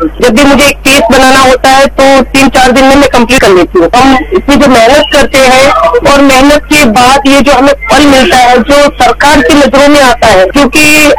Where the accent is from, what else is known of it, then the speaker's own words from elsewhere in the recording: Gujarat, India; मैं गुजरात से हूँ, भावनगर कच्छ की साइड से।